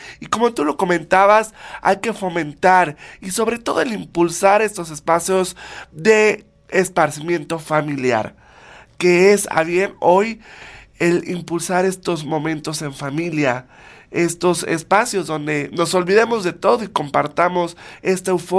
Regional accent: Mexico

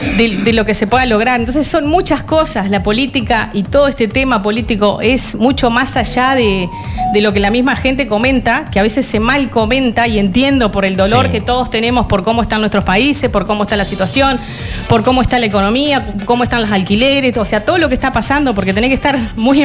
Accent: Durazno, Uruguay; he sido política en mi país, he sido candidata a alcaldesa por mi ciudad natal, he sido edil del departamento de Durazno

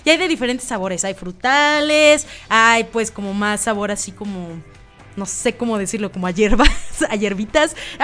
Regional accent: Mexico; nosotros como mexicanos ya ven que tenemos nuestros remedios mágicos

